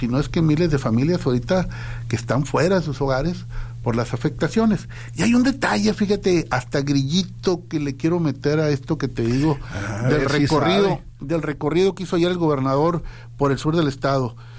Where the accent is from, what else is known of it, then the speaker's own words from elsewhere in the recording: Navojoa, Sonora, Mexico; moved away; Allá por rumbo de mi tierra, por Navojoa.